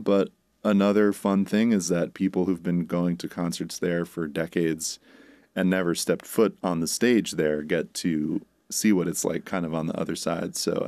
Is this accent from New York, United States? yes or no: yes; New York City, New York, United States; born or raised there; moved away as an adult; also born or lived in Manhattan; now in Troy, United States